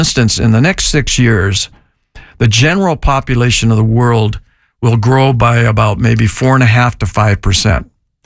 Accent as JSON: {"language": "English", "town": "Sault Ste. Marie", "region": "Michigan", "country": "United States", "tie": "born or raised there", "said": "I grew up in Sault Ste. Marie, Michigan. And we had 120, 160 inches of snow."}